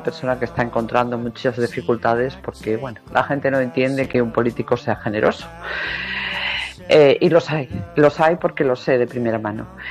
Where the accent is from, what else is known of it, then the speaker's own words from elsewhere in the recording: Cantabria, Spain; now in Seville, Spain; Soy cántabra en Sevilla.